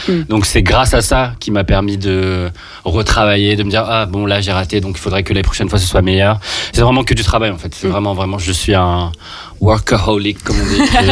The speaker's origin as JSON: {"language": "French", "town": "Paris", "region": "Île-de-France", "country": "France", "said": "J'ai peut-être parce que je suis de Paris, j'ai dû dire un peu PSG instinctivement"}